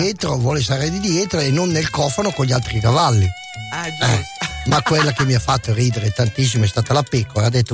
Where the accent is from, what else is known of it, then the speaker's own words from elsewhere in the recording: Parma, Emilia-Romagna, Italy; la mia potenza, perché sono di Parma, la mia potenza sta diventando straordinaria nel controllo degli animali.